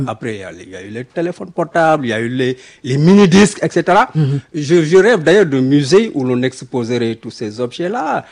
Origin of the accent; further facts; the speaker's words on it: Thiès, Senegal; Le primaire, c'était à Thiès.